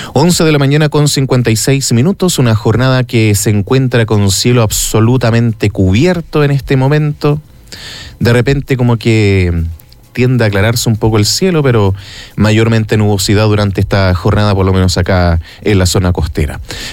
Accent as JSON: {"language": "Spanish", "town": "Los Vilos", "region": "Coquimbo", "country": "Chile", "tie": "born there", "said": "quienes somos de Los Vilos, sobre todo quienes hemos estudiado en el liceo"}